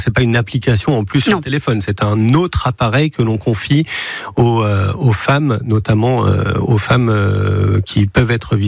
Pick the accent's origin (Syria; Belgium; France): France; Toulouse, Occitanie; comme chez nous à Toulouse